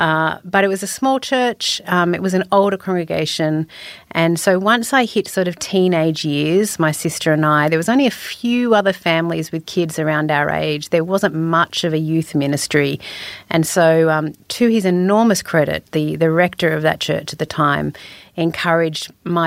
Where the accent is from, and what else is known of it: Sydney, New South Wales, Australia; born or raised there